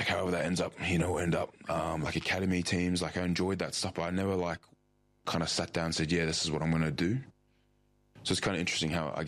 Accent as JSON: {"language": "English", "town": "Perth", "region": "Western Australia", "country": "Australia", "tie": "born or raised there", "said": "I grew up in Mullaloo, like Joondalup. And I've lived there. I still live there now. I'm still in my family home at the moment, with my parents. But yeah, that's where I grew up."}